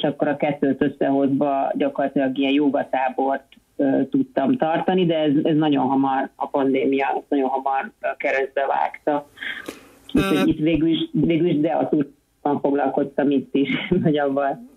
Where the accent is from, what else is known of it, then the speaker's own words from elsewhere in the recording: Hungary; moved away as an adult; also born or lived in Bogotá, Colombia; now in Villa de Leyva, Colombia; tehát ebbe a Villa de Leyba településbe itt 8 éve már, és igazából ugye én Magyarországon nőttem fel, ott születtem, és hát az utóbbi, igen, 12 év körülbelül, amit így külföldön húzamosabban élek már, 12-13 év.